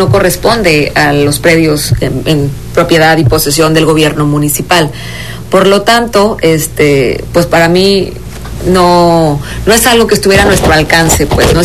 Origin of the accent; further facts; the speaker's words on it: Quintana Roo, Mexico; cuando éramos niños en Quintana Roo